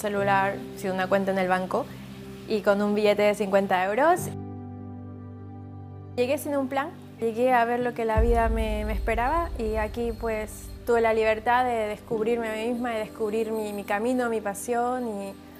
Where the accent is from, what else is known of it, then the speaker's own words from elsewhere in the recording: Cañete, Lima, Peru; moved away; soy de Perú, de Cañete, un pueblito que está en la Panamericana Sur a 3 horas de Lima.